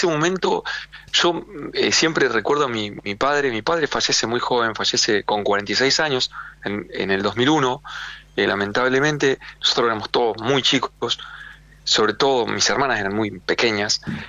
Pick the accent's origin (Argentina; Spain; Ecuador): Argentina; Rosario, Santa Fe; nos criamos en Rosario, vivimos Rosario